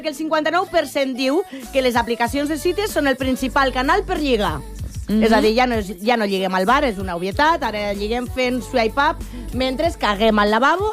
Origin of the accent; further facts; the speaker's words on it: Lleida, Catalonia, Spain; A Lleida no tenim fantasies, anem directament per feina.